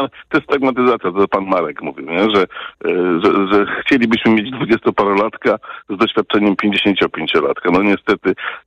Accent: Canada; Ja mam doświadczenie, ponieważ jestem Kanadyjczykiem i wiem, że ten system można bardzo mądrze regulować imigracją, tak?

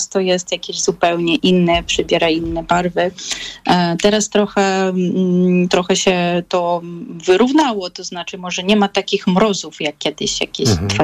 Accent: Kyiv, Ukraine; moved away as an adult; now in Poland; Urodziłam się w Kijowie.

